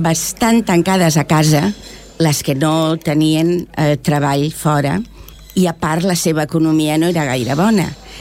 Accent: Sant Just Desvern, Catalonia, Spain; moved away as an adult; now in Esplugues de Llobregat, Spain; tant el meu marit com jo vam néixer a Cuiblanc. Els nostres pares haguessin volgut que seguíssim visquent a Cuiblanc, però en aquell moment els lloguers allí eren molt, molt alts i els d'aquí estaven molt millor.

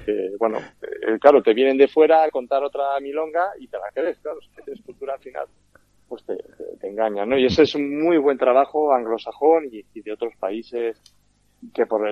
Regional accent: Extremadura, Spain; born there; also born or lived in Teruel; soy extremeño, ¿eh? O sea, nacido en Teruel, pues me considero más extremeño por mi familia, donde más años he vivido

